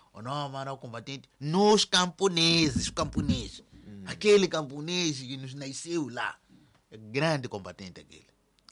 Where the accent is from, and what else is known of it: Mozambique